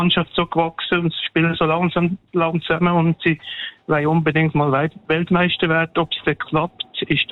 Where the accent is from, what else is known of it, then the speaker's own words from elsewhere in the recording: Bern, Switzerland; accent: Bernese German; now in Kloten, Switzerland; aufgewachsen bin im Emmental